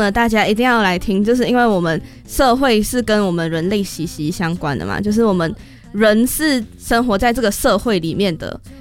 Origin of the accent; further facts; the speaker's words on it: Taiwan; 我们台湾人